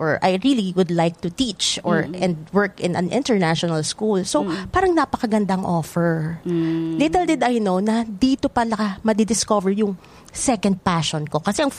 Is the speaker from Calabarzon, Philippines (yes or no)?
yes; Batangas, Calabarzon, Philippines; moved away as an adult; Because taga Batangas po ako.